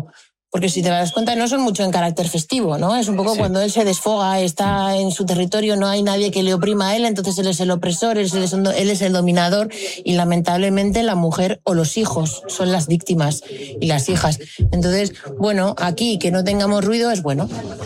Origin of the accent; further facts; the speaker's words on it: Basque Country, Spain; somos vascos y vascas y venimos del matriarcado.